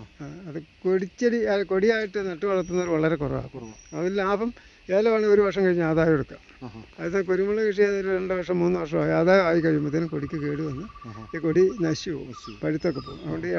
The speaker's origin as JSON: {"language": "Malayalam", "town": "Rajakkad", "region": "Kerala", "country": "India", "tie": "born or raised there", "said": "ഞാൻ രാജാക്കാട് വന്ന് ഇവിടെ ജനിച്ചു വളർന്ന ആളാണ്."}